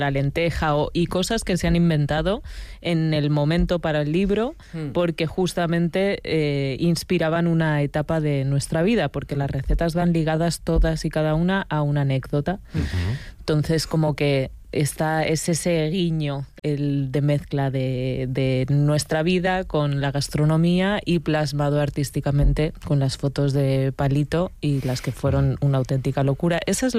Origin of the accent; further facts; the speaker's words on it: Extremadura, Spain; Es que yo soy muy extremeña.